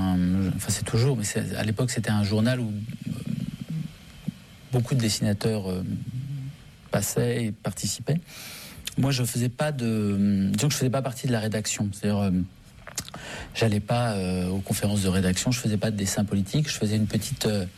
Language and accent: French; Syria; born or raised there